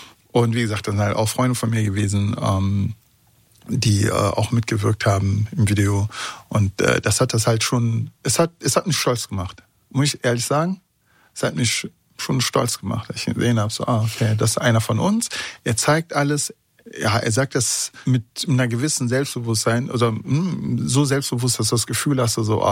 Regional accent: Bonn, North Rhine-Westphalia, Germany; aber auch dann als Zaungast und als Bonner und dann heißt es, ey, da war was

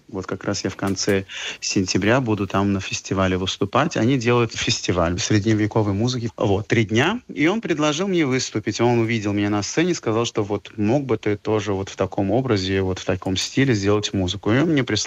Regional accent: Baku, Azerbaijan; moved away as an adult; also born or lived in Moscow, Russia / Istanbul, Turkey; now in Cologne, Germany; я родился в Баку, и когда мне было 19 лет, я переехал в Москву, жил и учился в Москве, периодически работал тоже параллельно. Потом в 2005 году я переехал в Кёльн, в Германию, к маме и к брату. Они уже здесь жили.

